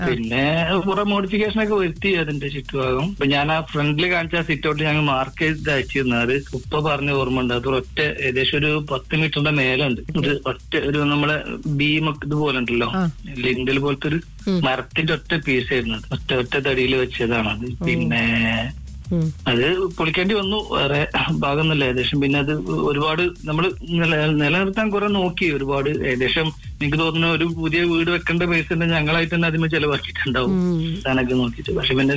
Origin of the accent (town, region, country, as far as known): Kumaranellur, Kerala, India; born there